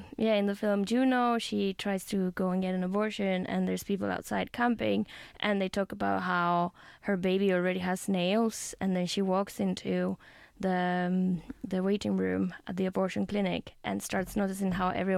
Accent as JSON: {"language": "English", "country": "Spain", "moved": "yes", "said": "I come from Spain. Spain is, as you all maybe not all of you, but many of you will know that it's a historically Catholic country"}